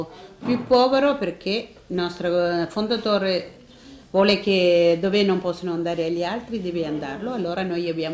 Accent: India; Italian is a second language; moved away as an adult; also born or lived in Italy; now in Kinshasa, Democratic Republic of the Congo; sono indiana, sono 34 anni che in Italia, qui 10 anni.

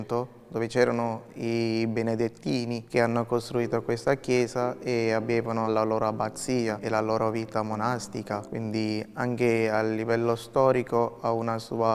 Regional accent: India; now in Roccascalegna, Italy; vengo dall'India.

